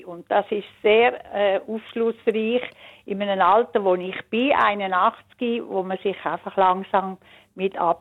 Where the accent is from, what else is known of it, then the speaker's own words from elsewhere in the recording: Basel, Basel-Stadt, Switzerland; now in St. Gallen, Switzerland; Ja, das ist, Basel ist eigentlich meine Heimat. Also, und ich wohne jetzt einfach schon lange in St. Gallen, aber ich gehe immer wieder gerne auf Basel.